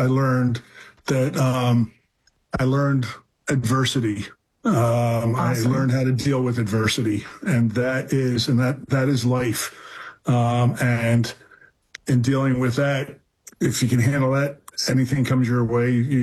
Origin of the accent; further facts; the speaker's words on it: Philadelphia, Pennsylvania, United States; I'm from Philadelphia. Right, born and raised in Philadelphia, and I have three sisters, and I have two older and one younger.